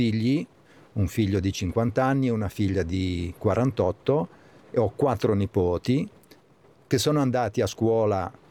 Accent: Vobbia, Liguria, Italy; sono nato a Vobbia 73 anni fa, ho sempre vissuto a Vobbia.

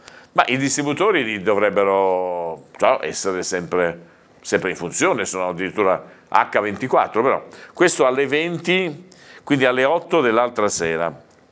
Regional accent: Genoa, Liguria, Italy; now in Sori, Italy; sono un genovese residente a Sori, questo è un 339

